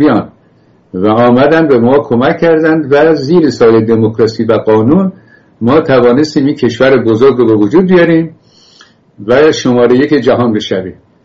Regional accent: Iran; گفتم ایرانی،

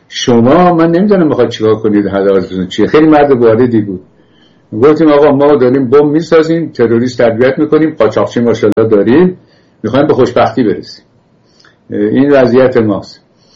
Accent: Iran; گفتم ایرانی،

